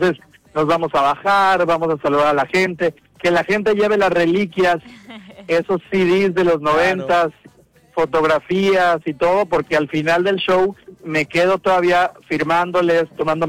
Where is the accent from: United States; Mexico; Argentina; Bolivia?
Mexico; Veracruz; Para mí, fíjate, yo siendo veracruzano